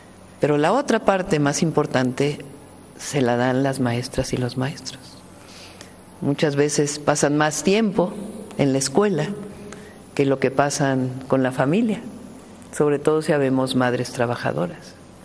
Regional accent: Mexico; como mexicanas y como mexicanos.

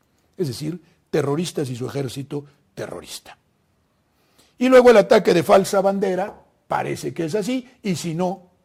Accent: Mexico; Luego nos van a matar a los mexicanos

